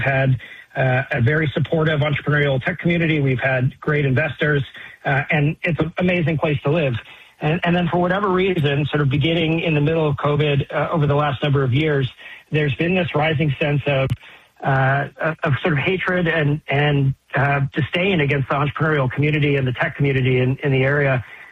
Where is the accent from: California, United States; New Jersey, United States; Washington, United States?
Washington, United States; Tacoma; now in Seattle, United States; You know, I grew up in Tacoma. I remember being in middle school and I had to do a report on the startup community in Seattle.